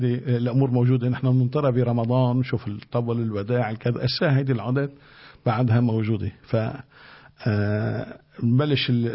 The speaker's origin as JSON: {"language": "Arabic", "town": "Tripoli", "region": "North Governorate", "country": "Lebanon", "tie": "born or raised there", "said": "احنا عندنا بطرابلس"}